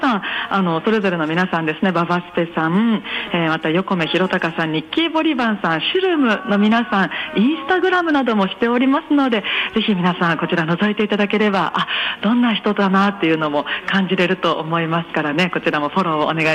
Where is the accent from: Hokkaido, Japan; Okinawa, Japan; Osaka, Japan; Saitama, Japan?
Okinawa, Japan; 私の地元でもハーリー大会がある